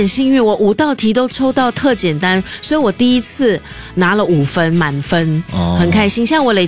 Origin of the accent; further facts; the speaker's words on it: Singapore; 就是我们新加坡人常讲的那个宝揪啊